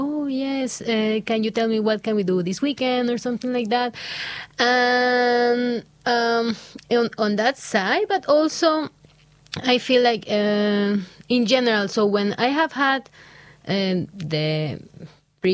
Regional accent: Ecuador; English is a second language

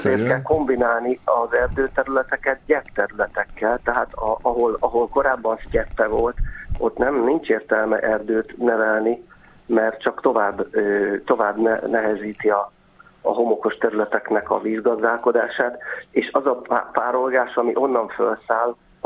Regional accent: Bács-Kiskun, Hungary; Persze, hát én a homokhátságon nőttem föl, csak akkor még kevesebb volt.

